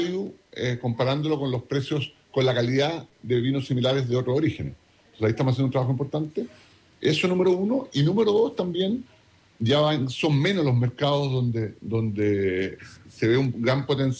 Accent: Chile; Somos grandes en la industria del vino, y cada botella de vino, somos grandes embajadores de Chile en todo el mundo

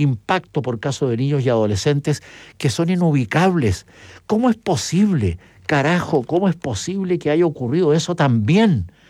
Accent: Chile

